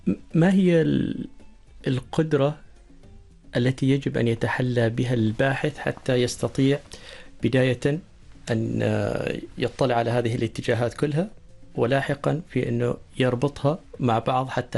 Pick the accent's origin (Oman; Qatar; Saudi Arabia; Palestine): Oman; نحن كعمانيين نجدها أنها لا تحتاج إلى إثبات، يعني هذه تربينا عليها